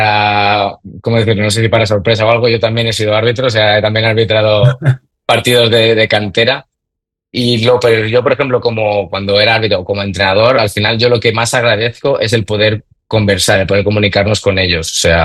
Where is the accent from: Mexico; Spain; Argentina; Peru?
Spain; Menorca, Balearic Islands; Menorca por mi tierra, porque me tira a tierra